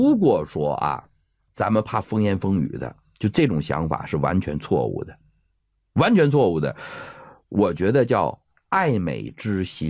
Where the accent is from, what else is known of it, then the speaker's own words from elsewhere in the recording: Northeast China, China; 用咱们东北话讲